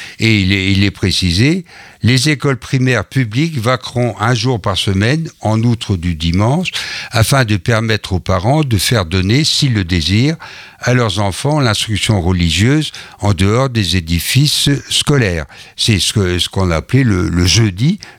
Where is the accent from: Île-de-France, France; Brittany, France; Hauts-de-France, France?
Brittany, France; Inzinzac-Lochrist; je suis originaire de Le Christ Azazac moi-même.